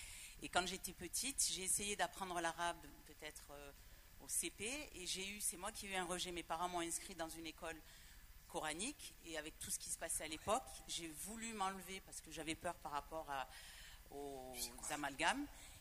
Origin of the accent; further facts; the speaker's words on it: Aix-en-Provence, Provence-Alpes-Côte d'Azur, France; born there; je suis née en France, à Aix-en-Provence.